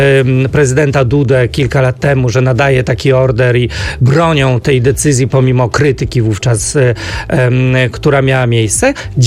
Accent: Ustrzyki Dolne, Subcarpathian Voivodeship, Poland; Ja sam zresztą chodziłem do szkoły w Ustrzykach Dolnych, w Bieszczadach się wychowałem, miałem w klasie Ukraińców.

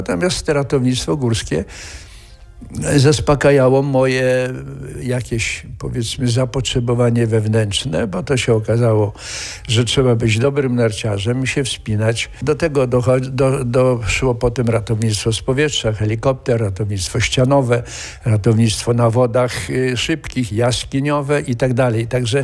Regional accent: Giżycko, Warmian-Masurian Voivodeship, Poland; moved away as an adult; now in Szklarska Poręba, Poland; mnie wychowało jezioro Niegocin. Ja mieszkałem 5 minut w Giżycku od Niegocina. Od 11 roku życia żeglowałem.

